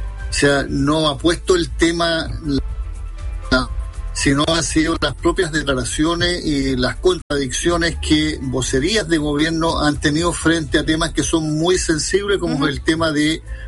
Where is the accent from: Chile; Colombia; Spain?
Chile